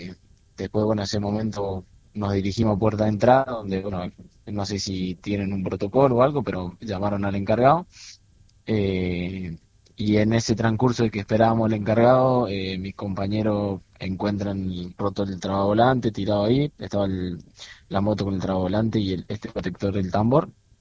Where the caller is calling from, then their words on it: La Punta, San Luis, Argentina; vivo en la ciudad de La Punta